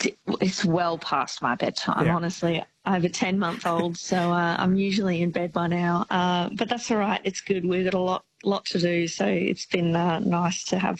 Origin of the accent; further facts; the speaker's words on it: Queensland, Australia; But I'm from Southeast Queensland, so I think it was pretty special to be able to go over to WA and experience that side of the country whilst performing.